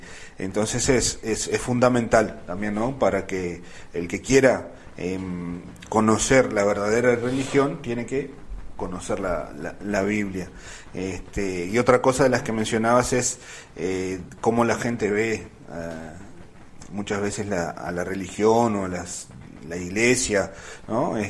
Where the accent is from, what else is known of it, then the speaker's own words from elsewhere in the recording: Uruguay; somos un país laico, no tenemos religión y bueno, nosotros no creemos en nada. Como uruguayos nos jactamos de eso